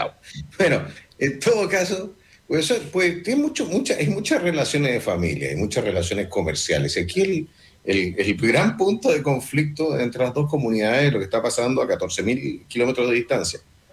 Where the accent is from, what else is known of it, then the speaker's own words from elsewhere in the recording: Chile; Que aquí en Chile somos chilenos primero